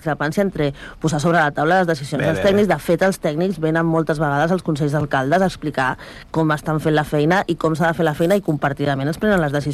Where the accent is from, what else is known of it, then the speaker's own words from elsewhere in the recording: Catalonia, Spain; a la vegueria som l'única comarca de les quatre comarques de la vegueria del Penedès que som de Tarragona